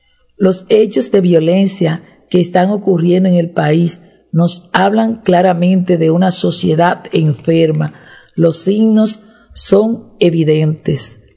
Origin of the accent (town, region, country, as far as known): Dominican Republic